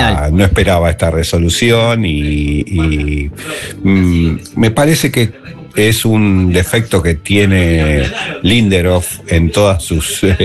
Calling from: Buenos Aires, Argentina; de Caballito.

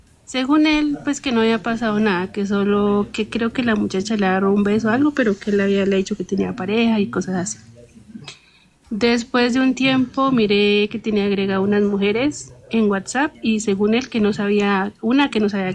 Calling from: Cauca, Colombia; soy del Cauca.

